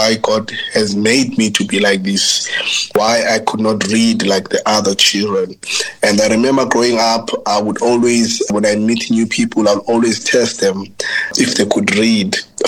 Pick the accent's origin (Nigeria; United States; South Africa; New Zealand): South Africa; Ilitha Park, Eastern Cape; I grew up in a township in South Africa, in a township called Ilita Park. That's where I grew up. I was raised by both my parents, my mother and father.